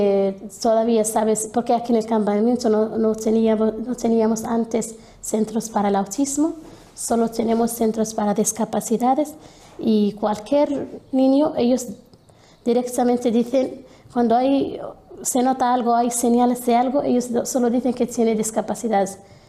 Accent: Western Sahara

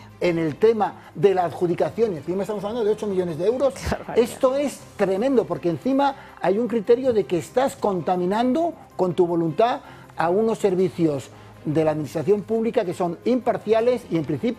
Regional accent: Spain; Pero que lo haga en su nombre, no en el mío

